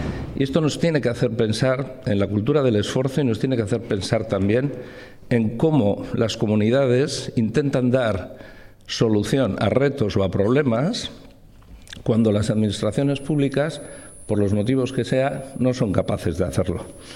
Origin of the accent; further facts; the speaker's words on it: Bilbao, Basque Country, Spain; soy bilbaíno